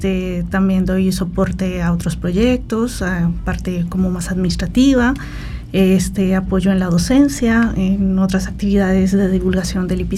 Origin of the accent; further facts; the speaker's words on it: Bogotá, Colombia; moved away as an adult; now in San Luis Potosí, Mexico; Yo soy de Bogotá, Colombia, uh-huh. Y llegué aquí a hacer el doctorado.